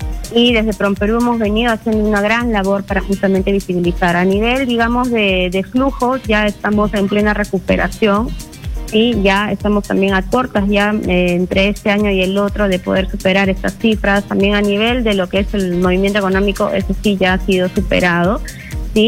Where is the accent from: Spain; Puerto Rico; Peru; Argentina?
Peru; Creo que como peruanos nos llena de orgullo.